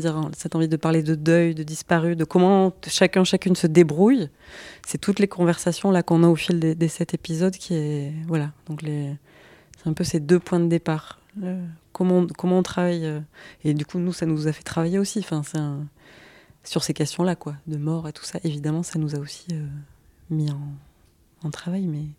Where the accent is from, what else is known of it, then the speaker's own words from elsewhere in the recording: Occitanie, France; moved away; Et moi, je viens du Lot, et donc je suis rentrée l'hiver à Noël chez moi.